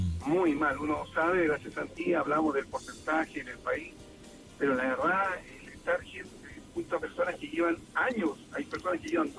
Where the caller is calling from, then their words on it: Maipú, Santiago Metropolitan Region, Chile; Estoy llamando de Maipú, soy de acá